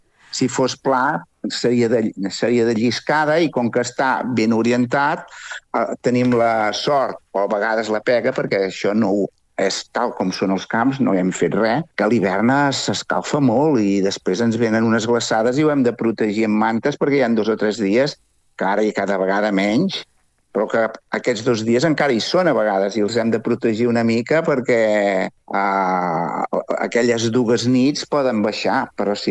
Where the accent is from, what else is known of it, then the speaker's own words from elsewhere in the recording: Sant Cebrià, Catalonia, Spain; soc de Sant Cebrià